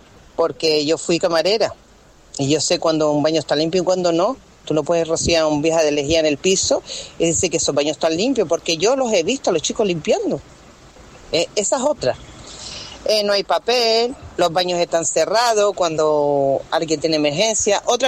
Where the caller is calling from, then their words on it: Canary Islands, Spain; Y hay otros pobres de aquí, que somos canarios